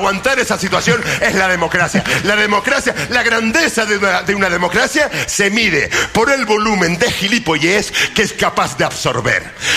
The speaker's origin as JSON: {"language": "Spanish", "town": "Granadilla", "region": "Canary Islands", "country": "Spain", "said": "Yo soy de Granadilla. Me ofrezco voluntario a recibir yo a esa tripulación en el puerto de Granadilla"}